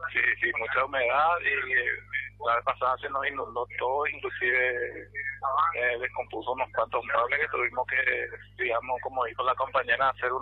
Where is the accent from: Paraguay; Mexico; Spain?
Paraguay; Ciudad del Este, Alto Paraná; La mayoría somos de Ciudad del Este